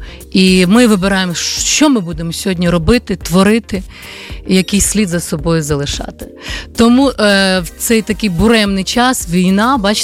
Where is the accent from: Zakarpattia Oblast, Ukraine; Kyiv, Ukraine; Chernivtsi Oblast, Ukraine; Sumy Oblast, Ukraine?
Chernivtsi Oblast, Ukraine; Chernivtsi; born there; Я дівчинка, яка народилась в Чернівцях і дуже довго весь час своє дитинство займалась музикою, так, співала.